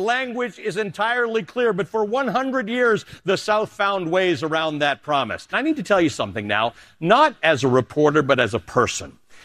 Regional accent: Canada; moved away as an adult; also born or lived in Kenya; now in United States; We later moved to Canada, where I grew up.

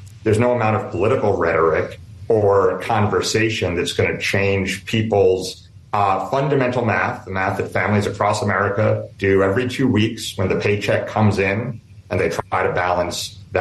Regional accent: New York, United States; My hope is, as a New Yorker and as someone who really believes in representative democracy

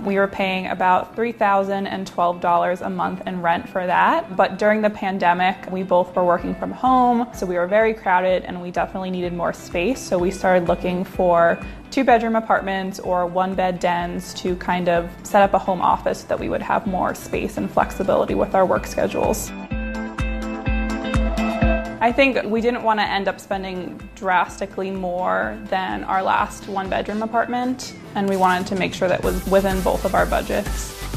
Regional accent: New Jersey, United States; So we decided to stay in Jersey City. And also, I'm from New Jersey originally, so it's nice for me to be close to home as well.

